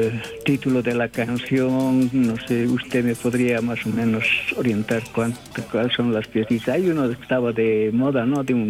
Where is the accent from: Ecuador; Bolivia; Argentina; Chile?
Bolivia; Oruro; Después es una hora y media hacia mi pueblo, a la comunidad Alto Saucarí, hacia la serranía, donde entra el sol en esta época, a la falda del Ser.